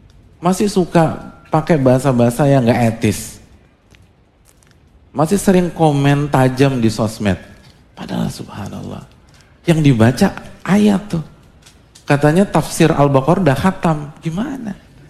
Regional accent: Jakarta, Indonesia; Saya dari kecil sampai SMA itu di Jakarta, omongannya logo-logoan.

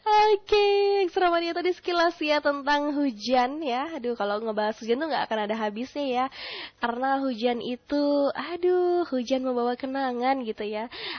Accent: Aceh, Indonesia; kita warga Aceh Singkil

